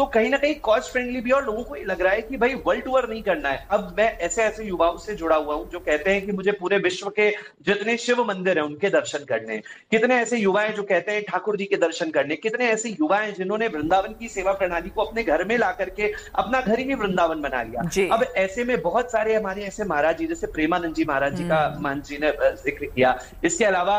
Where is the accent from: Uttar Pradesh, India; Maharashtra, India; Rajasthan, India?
Uttar Pradesh, India; मैं खुद उत्तर प्रदेश से हूं